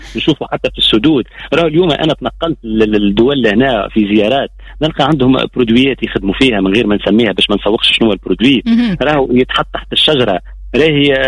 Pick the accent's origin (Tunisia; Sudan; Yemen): Tunisia; southern Tunisia; احنا عندنا في الجنوب